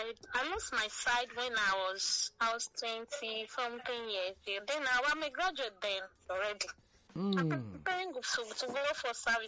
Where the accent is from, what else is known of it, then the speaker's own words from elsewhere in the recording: Lagos, Nigeria; also born or lived in Imo State; I'm from Imo State. I'm the fourth child, and I was born and brought up in Lagos.